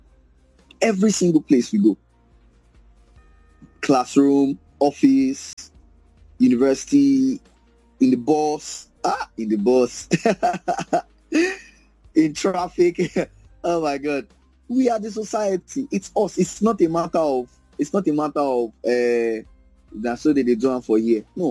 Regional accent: Nigeria; So I am talking to you as a Nigerian.

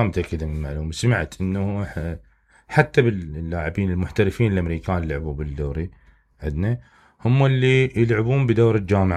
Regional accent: Iraq; عندنا بالعراق

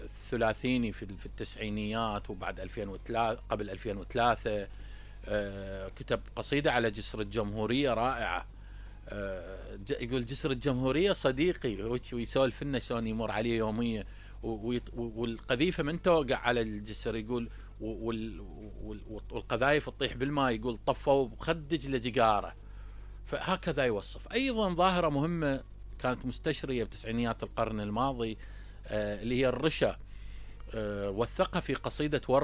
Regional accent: Iraq; وكانت عندنا بالعراق بقوة.

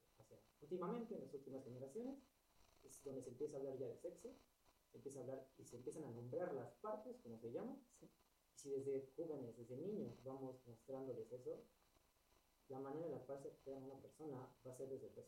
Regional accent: Mexico; que estamos de acuerdo que todos somos mexicanos

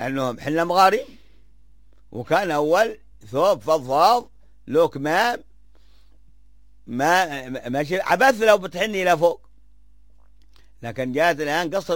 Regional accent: Hadhramaut, Yemen; العذراء عندنا في حضرموت لا تزين بأي زينة

